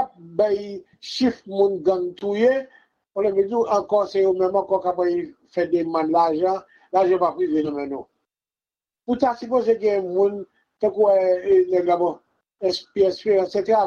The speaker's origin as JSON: {"language": "French", "country": "Haiti", "said": "Moi mes pays d'Haïti, parle pas sain."}